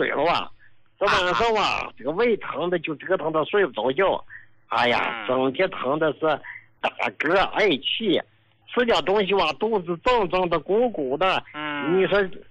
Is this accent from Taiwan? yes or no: no; Inner Mongolia, China; 胡老，我是内蒙古的一个患者，也是你的老患者了啊。